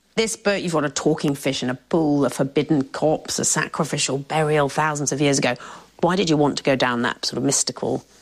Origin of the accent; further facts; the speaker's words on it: Northern Ireland, United Kingdom; born there; also born or lived in Wales; Well, I was born in the County Derry, and then I moved to Wales, and then I moved to Ireland, and yeah, it's very complicated.